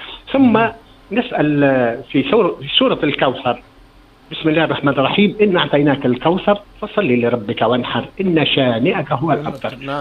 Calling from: Zaghouan, Zaghouan Governorate, Tunisia; من زغوان.

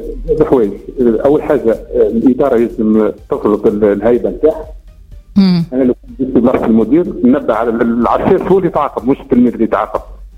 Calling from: Sfax, Sfax Governorate, Tunisia; من صفاقس.

